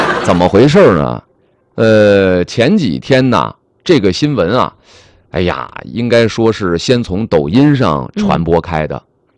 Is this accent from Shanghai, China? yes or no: no; Dandong, Liaoning, China; 说我们老家辽宁丹东